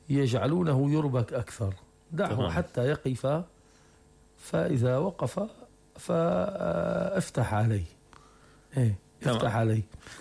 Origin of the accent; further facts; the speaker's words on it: Rif Dimashq, Syria; نحن بفضل الله عز وجل عندنا في الغوطة،